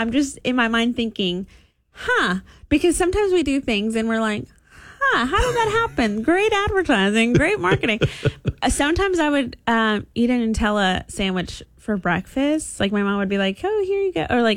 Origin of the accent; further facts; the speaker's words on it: Texas, United States; However, I will say, okay, growing up in Texas, we would go to maybe this is a Lone Star thing, but we would go, or Southeast Texas thing, I should say.